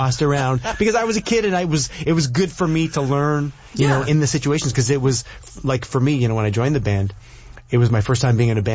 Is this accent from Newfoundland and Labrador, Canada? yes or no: no; Burlington, Ontario, Canada; proud to come from Burlington. When people would call us a Toronto band, we always made sure to say, we're from Burlington.